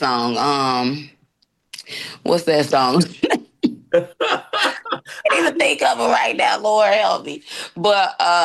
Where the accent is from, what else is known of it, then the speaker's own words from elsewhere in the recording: Chicago, Illinois, United States; I'm from Chicago, but it was in a suburb of Chicago